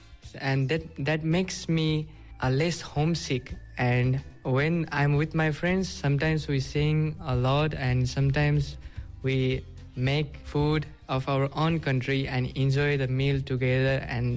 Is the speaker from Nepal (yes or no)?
yes; Nepal; moved away as an adult; now in South Korea; I'm from Nepal